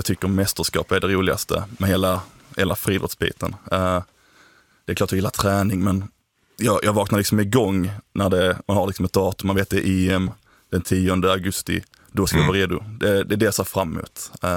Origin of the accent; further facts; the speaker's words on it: Häglinge, Skåne, Sweden; accent: Göingeskånska; jag är född på landet egentligen, till Häglinge heter väl orten, men Sösdala är närmsta byn, så det är Göingetrakten, mitten av Skåne kan man säga.